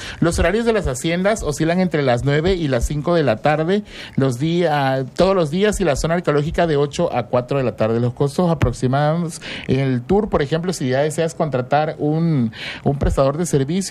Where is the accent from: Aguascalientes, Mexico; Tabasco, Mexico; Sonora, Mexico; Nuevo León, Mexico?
Tabasco, Mexico; los que somos de Tabasco conocemos el cacao